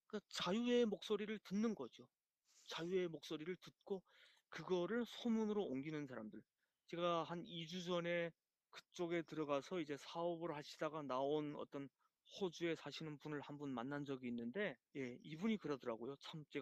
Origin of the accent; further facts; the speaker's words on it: North Korea; now in South Korea; 저는 북한 땅에 이제 여기 교보문고 있지 않습니까? 대형 서점을 북한